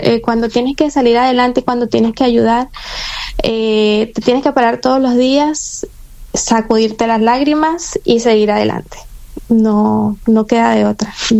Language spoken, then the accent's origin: Spanish; La Guaira, Venezuela; yo nací ahí cerquita de la playa, yo soy de La Guaira y ahí tenía la playa, eran mis domingos en la playa.